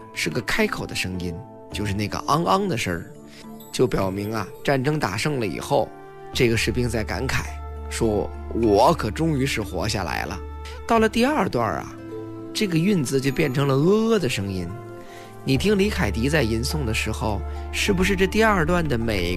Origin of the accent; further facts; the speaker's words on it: China